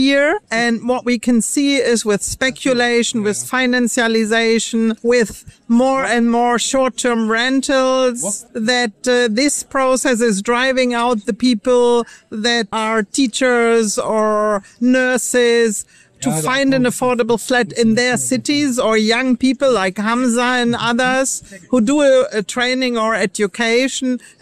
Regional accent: Berlin, Germany; English is a second language; I'm coming from Berlin, a city where 100 years ago, poor workers were not able to afford flats.

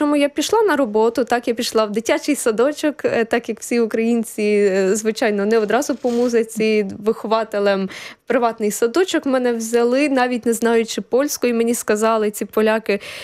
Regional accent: Ternopil Oblast, Ukraine; moved away as an adult; also born or lived in Kyiv; Я сама із Тернопільської області родом, але я вже в Києві спочатку навчалась, потім працювала

